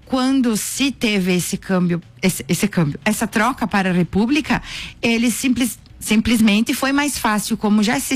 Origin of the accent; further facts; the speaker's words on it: Brazil; somos todos, né, brasileiros